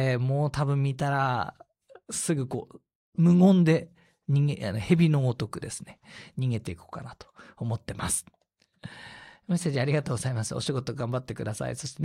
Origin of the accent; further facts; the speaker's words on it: Tohoku, Japan; 私たち東北人は多少夏遅いんですけれども